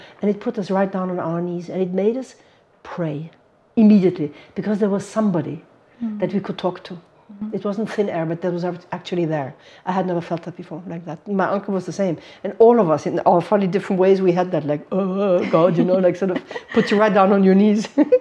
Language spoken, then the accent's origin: English; Munich, Bavaria, Germany; born there; English is a second language; And I am from Germany. I was born in Germany from a Hungarian father and a sort of Italian-German mother. So a mix of nations in our home. And I was born in Munich in many years ago, 1958.